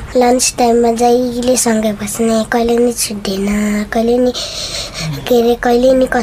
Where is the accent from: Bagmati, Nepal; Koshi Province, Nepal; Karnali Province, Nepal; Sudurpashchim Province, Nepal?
Sudurpashchim Province, Nepal; Bajura; now in Budhanilkantha, Nepal; म बुढा नीलकण्ठ नगरपालिका वडा 1 बस्छु। मेरो ठाउँको नाम बाजुरा हो।